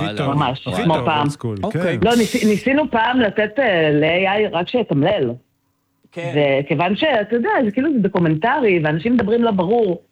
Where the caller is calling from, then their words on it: Tel Aviv, Tel Aviv District, Israel; אני מתל אביב.